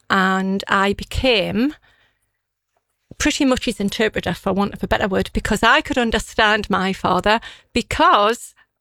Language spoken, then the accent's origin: English; Newbiggin-by-the-Sea, North East England, United Kingdom; I was born in Newbiggin by the sea.